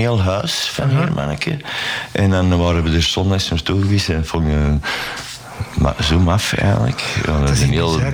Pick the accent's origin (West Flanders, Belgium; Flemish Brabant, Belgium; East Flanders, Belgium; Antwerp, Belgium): Antwerp, Belgium; Brasschaat; now in Antwerp, Belgium; ik ben opgegroeid in Brasschaat eigenlijk, voordat ik naar Antwerpen kwam wonen.